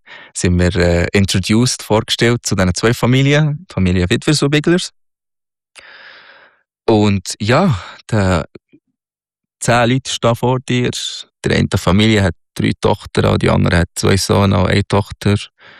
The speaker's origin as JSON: {"language": "German", "country": "Egypt", "second_language": "German", "moved": "as an adult", "lives_now": "Switzerland"}